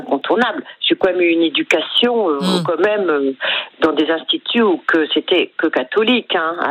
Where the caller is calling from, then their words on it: Sèvres, Île-de-France, France; De Sèvres.